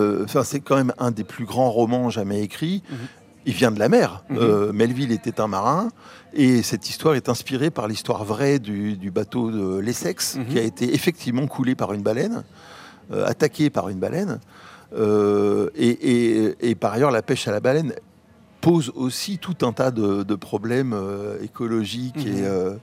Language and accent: French; Martinique, France; moi, j'ai grandi à la Martinique et j'y retourne régulièrement